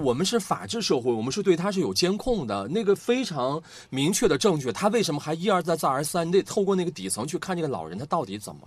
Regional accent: China; 作为一个中国人真的很自豪，

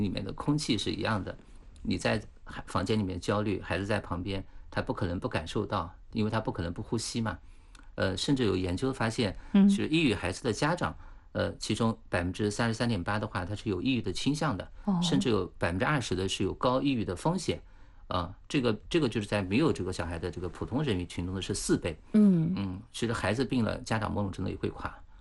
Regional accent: China; 所以我们中国人经常说什么

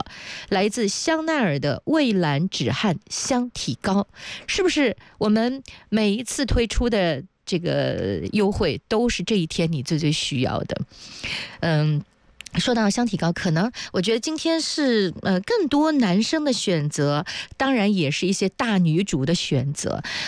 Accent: Zhejiang, China

